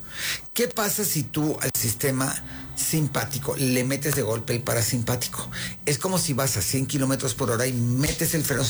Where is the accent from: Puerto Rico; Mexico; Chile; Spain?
Mexico; Coacalco, State of Mexico; No, ¿qué te pasa? ¿Por qué te metes con Coacalco?